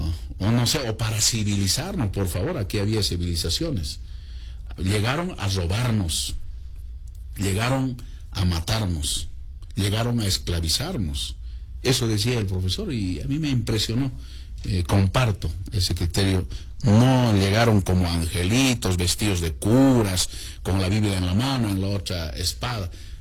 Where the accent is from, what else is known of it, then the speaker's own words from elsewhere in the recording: Independencia, Cochabamba, Bolivia; born there; celebrar este día de la Revolución Agraria en Independencia, comunidad Tiquirpaya, una comunidad muy cercana donde yo nací